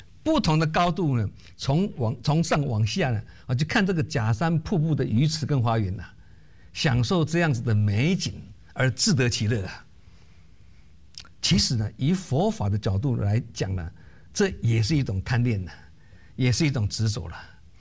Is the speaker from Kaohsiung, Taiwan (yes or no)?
no; Keelung, Taiwan; 以前我小时候呢，我老家是在基隆，那基隆各位都知道郊外有一个滨海公路嘛，沿海有很长的海岸线，依山傍水啊，一边是山一边是水啊，海景秀丽啊。